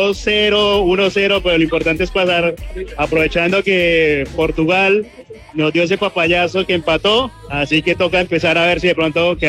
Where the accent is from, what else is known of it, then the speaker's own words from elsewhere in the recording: Cali, Valle del Cauca, Colombia; toda mi familia es de Cali, obviamente toda mi familia, mi hijo, mi hermano, mi cuñada, vinimos desde Cali a apoyar a la selección Colombia